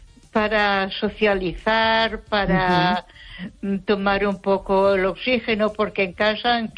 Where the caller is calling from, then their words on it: Ponferrada, Castile and León, Spain; de Ponferrada.